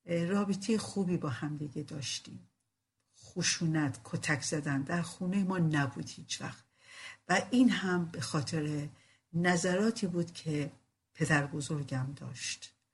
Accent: Rasht, Gilan, Iran; در یکی از محلات قدیمی رشت به دنیا اومدم، همراه سه برادر و یک خواهر بزرگ شدم.

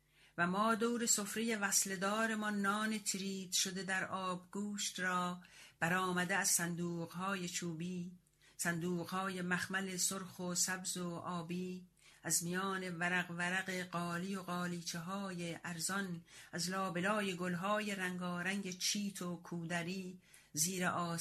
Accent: Iran; moved away as an adult; now in Sweden; پس از 2 سال زندگی مخفی در زادگاهم ایران

